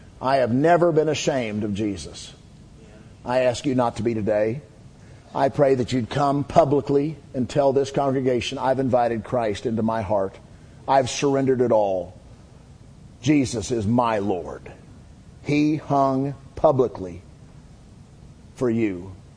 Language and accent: English; United States; we enjoy as American citizens.